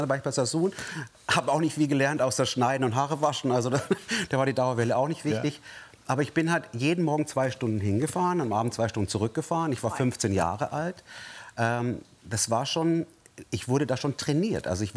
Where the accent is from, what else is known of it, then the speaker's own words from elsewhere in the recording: Bavaria, Germany; Also ich komme aus Bayern